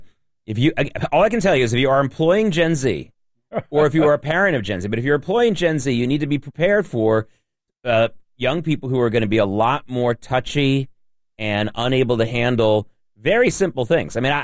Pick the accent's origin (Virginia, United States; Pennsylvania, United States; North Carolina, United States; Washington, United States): Virginia, United States; Norfolk; now in New York, United States; Before I came to New York, I was growing up in Norfolk, Virginia.